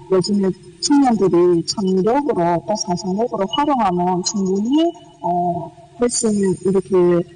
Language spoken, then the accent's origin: Korean; Yanbian, Jilin, China; moved away; 저는 부모 모시기 위해서 돌아왔는데 농촌에서 일하고